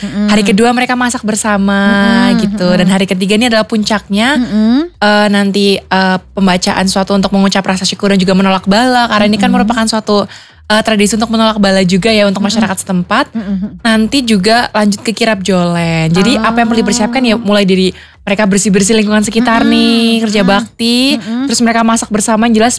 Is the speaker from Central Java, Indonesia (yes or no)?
yes; Cilacap, Central Java, Indonesia; Karena kita sendiri juga dari Cilacap kota. Maksudnya kita belum, bukan yang paham banget dari Cilacap Barat ini ya.